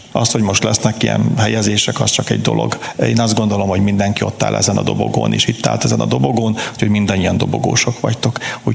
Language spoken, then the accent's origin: Hungarian; Mándok, Szabolcs-Szatmár-Bereg, Hungary; born there; mikor ezüstmisés voltam, akkor a saját szülőfalumba, a Mándokon egyébként